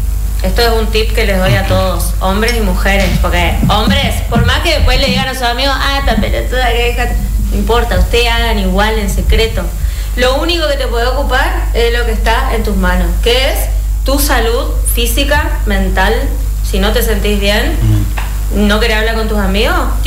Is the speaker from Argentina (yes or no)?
yes; Argentina; nacimos y crecimos acá en Argentina, en Occidente